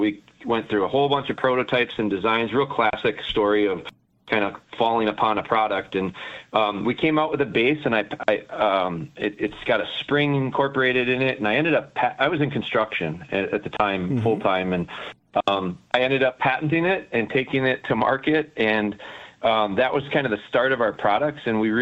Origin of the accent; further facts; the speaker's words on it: Rhinelander, Wisconsin, United States; I'm from Rhinelander originally.